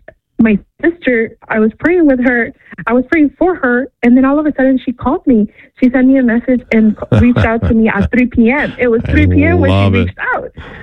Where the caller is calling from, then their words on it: California, United States; I'm from California